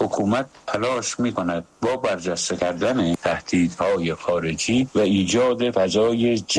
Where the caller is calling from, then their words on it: Shiraz, Fars, Iran; از شیراز هستم.